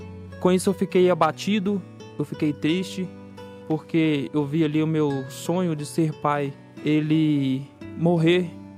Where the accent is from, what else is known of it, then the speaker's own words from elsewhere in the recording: Pouso Alegre, Minas Gerais, Brazil; Sou da cidade de Pouso Alegre, do bairro São Geraldo.